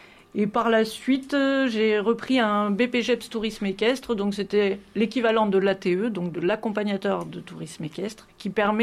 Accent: Occitanie, France; Alors, moi, je suis originaire du Lot, donc un petit coin à côté de Gramat. J'avais mes grands-parents vers le Bastille, donc sur le Causse. Et j'ai vécu là-bas avec mes parents pendant pas mal de temps.

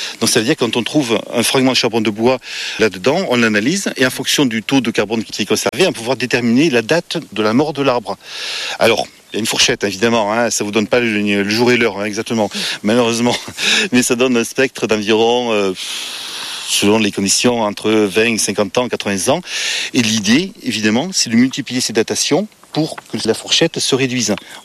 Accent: Verse, France; born there; now in Cabourret, France

